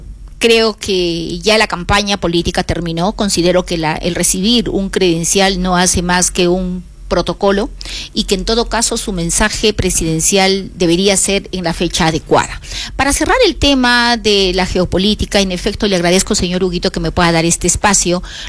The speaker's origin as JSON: {"language": "Spanish", "region": "Arequipa", "country": "Peru", "said": "soy arequipeña al 100% y sureña de corazón."}